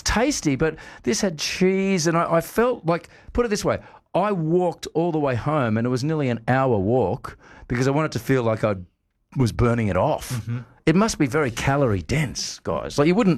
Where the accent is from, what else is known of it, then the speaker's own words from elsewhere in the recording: Australia; moved away; Look, I grew up in Australia, and I'm sure there are a number of neighbourhoods in cities like Sydney and Melbourne where if I really was on the hunt, I'd find myself a great kunafa.